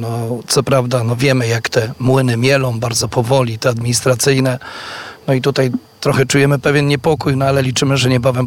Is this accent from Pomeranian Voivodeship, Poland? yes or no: yes; Pomeranian Voivodeship, Poland; czuję się po prostu przede wszystkim Polakiem, ale też Kaszubem.